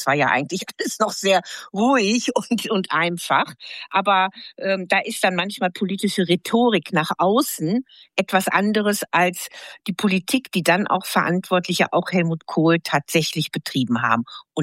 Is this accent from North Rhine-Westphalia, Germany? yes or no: yes; North Rhine-Westphalia, Germany; now in Bavaria, Germany; dann kann man sich als Westfälin, Ostwestfälin auch in Bayern sehr wohlfühlen.